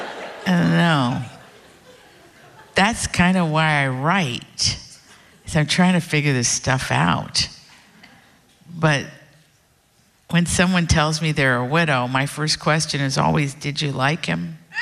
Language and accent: English; Appalachia, United States; Yeah, I'm an Appalachian.